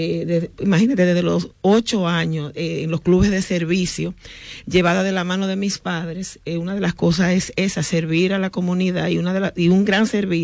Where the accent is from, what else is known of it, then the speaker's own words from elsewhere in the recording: La Vega, Dominican Republic; gente querida de mi pueblo, que me conocen desde hace muchos años.